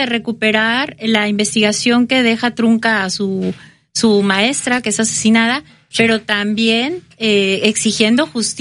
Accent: Xalapa, Veracruz, Mexico; Nada más, mi hermano y yo sí somos de Jalapa.

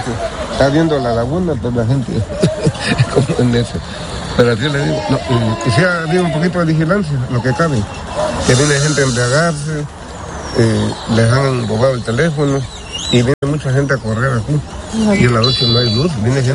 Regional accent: Veracruz, Mexico; yo soy de aquí de Veracruz

